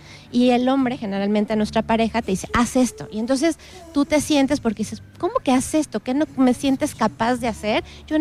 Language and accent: Spanish; Mexico; ¿cómo somos los mexicanos?